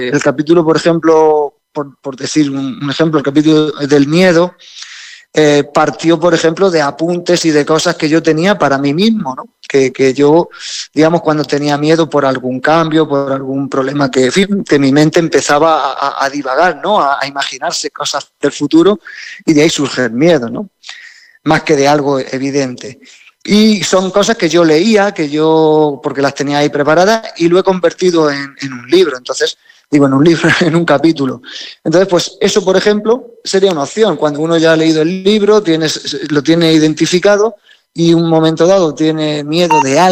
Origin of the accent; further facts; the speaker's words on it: Caravaca de la Cruz, Region of Murcia, Spain; de aquí, de Caravaca de la Cruz, que es de donde yo soy.